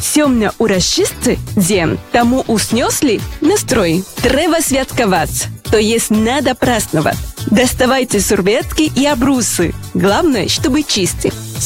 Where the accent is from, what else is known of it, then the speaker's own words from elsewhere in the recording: Venezuela; Russian is a second language; now in Minsk, Belarus; И в Минск я приехала из Венесуэлы. Я живу здесь больше 10 лет и учу белорусский язык.